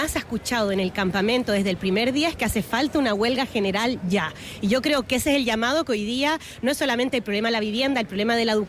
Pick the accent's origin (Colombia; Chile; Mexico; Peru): Chile; Yo soy de Chile